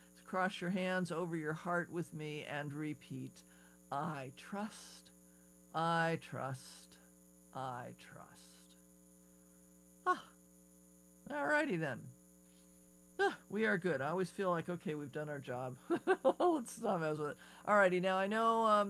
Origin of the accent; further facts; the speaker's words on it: Chicago, Illinois, United States; born there; moved away; the city of my birth, I was born in Chicago.